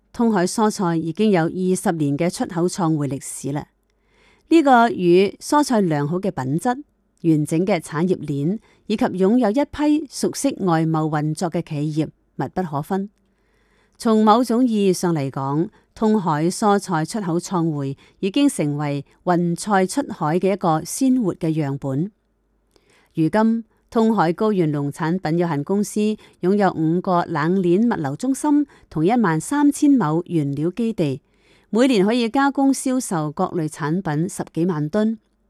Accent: Thailand; 我们泰国人是很喜欢云南菜的，一般高级的酒店都喜欢我们云南菜。

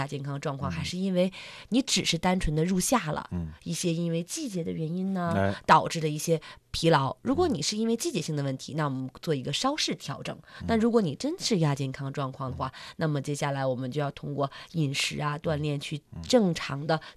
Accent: China

